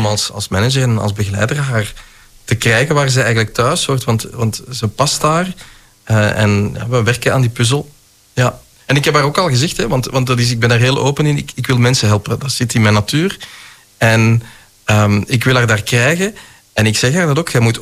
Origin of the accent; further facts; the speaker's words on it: Zaventem, Flanders, Belgium; Ik kom uit Nossegem, dat is een deelgemeente van Zaventem. Ik zat midden tussen de velden en de weiden.